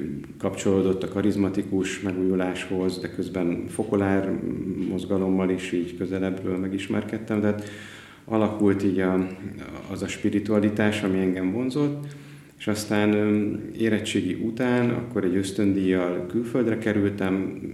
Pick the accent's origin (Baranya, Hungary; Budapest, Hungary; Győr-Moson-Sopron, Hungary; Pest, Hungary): Baranya, Hungary; Komló; Én Komlón születtem, ami egy szocialista bányaváros, ugye Baranya megyében. Kisgyerekkoromban nem jártunk templomba, így családostul